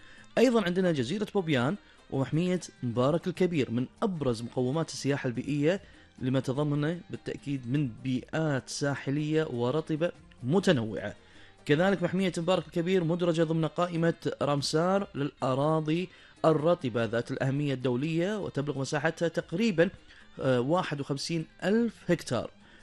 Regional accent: Kuwait; في بلدنا الحبيب الكويت

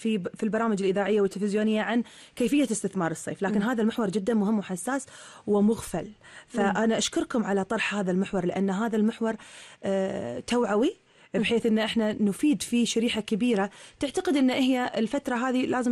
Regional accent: Kuwait; عندنا في الكويت

